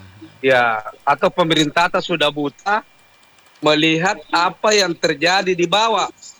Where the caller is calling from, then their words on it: South Sulawesi, Indonesia; kita orang Sulsel